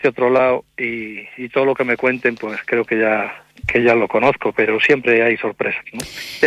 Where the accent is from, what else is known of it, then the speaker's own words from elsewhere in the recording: Galicia, Spain; Yo, además, viniendo de donde vengo, de Galicia, sé de sobra cómo...